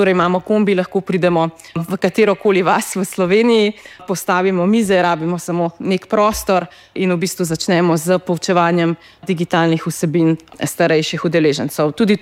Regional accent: Southeast Slovenia, Slovenia; sama prihajam iz Dolenjske, iz neke vasice

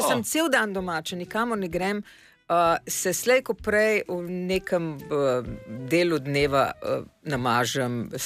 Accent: Ljubljana, Central Slovenia, Slovenia; mi smo iz Ljubljane.

